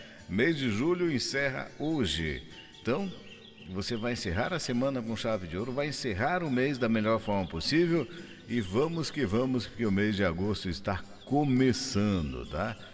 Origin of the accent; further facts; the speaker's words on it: Brazil; nós somos brasileiros